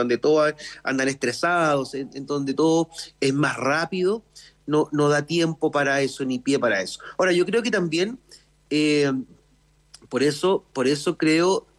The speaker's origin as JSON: {"language": "Spanish", "country": "Chile"}